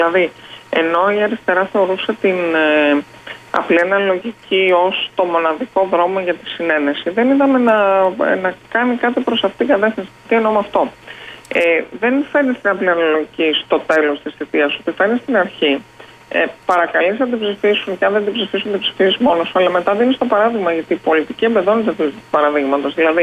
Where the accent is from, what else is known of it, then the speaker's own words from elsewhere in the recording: Central Greece, Greece; Επειδή εγώ τυχαίνει να κατάγομαι και από τη Φωκίδα και λόγω τοπιότητας